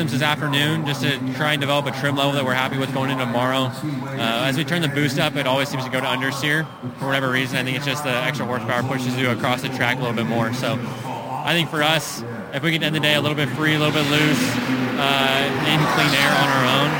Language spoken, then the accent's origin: English; United States; As an American patriot myself, it's fun to be able to wear the colors.